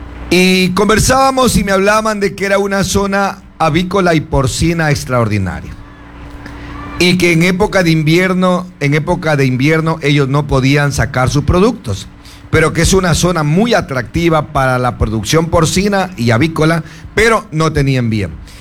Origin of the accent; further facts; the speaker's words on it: La Avanzada parish, El Oro, Ecuador; born there; Yo cuando yo estudié en la escuela La Pereira, en la parroquia La Avanzada, en el campo, ahí no había luz, ahí era con mechero.